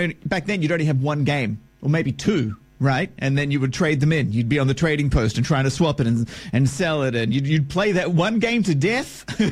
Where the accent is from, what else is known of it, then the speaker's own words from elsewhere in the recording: Toowoomba, Queensland, Australia; I grew up in Toowoomba, as much as you can grow in Toowoomba, and I was kind of on this little hobby farm